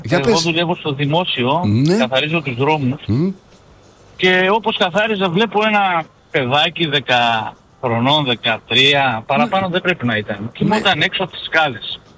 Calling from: Germany; είμαι από Γερμανία.

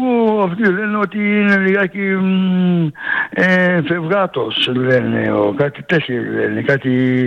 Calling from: Athens, Attica, Greece; Τηλεφωνώ από την Αθήνα, την Ομόνια

